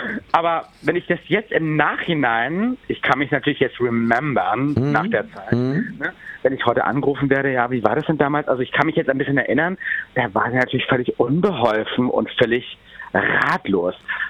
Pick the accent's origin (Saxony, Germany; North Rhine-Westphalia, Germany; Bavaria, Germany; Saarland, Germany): Bavaria, Germany; Ich komme ja aus Bayern